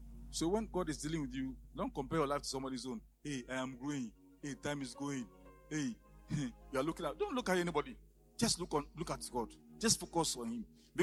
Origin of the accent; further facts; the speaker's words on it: Etibi, Ghana; were bringing me from my hometown, Etibi, to Accra.